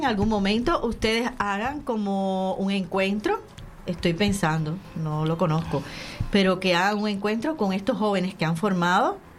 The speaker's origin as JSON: {"language": "Spanish", "country": "Cuba", "moved": "yes", "said": "yo soy cubana y me muero siendo cubana."}